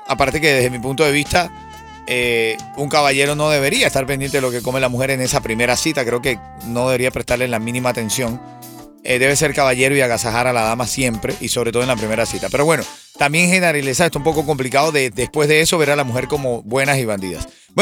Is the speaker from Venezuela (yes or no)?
yes; Venezuela; now in Hialeah, United States; cómo somos los venezolanos